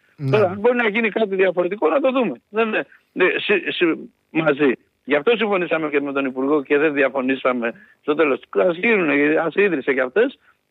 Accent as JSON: {"language": "Greek", "region": "Thessaly", "country": "Greece", "said": "Εγώ είμαι από το Πύλιο, ας πούμε, και έρχομαι στην Αθήνα."}